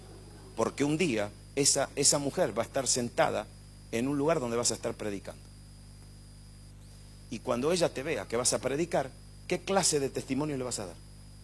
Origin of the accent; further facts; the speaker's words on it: Argentina